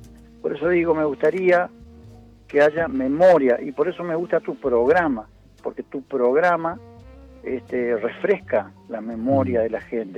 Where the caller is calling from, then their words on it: Calchaquí, Santa Fe, Argentina; Calchaquí, Santa Fe, una ciudad bellísima.